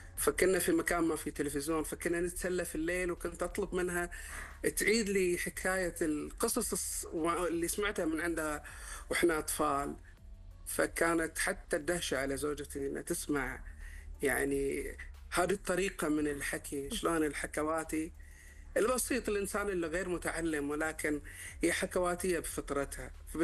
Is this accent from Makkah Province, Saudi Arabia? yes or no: no; Eastern Province, Saudi Arabia; كوني يمكن انا عشت في بيت، يعني كان بيت بسيط جدا مثل كل بيت يعني في المملكه العربيه السعوديه وفي شرق المملكه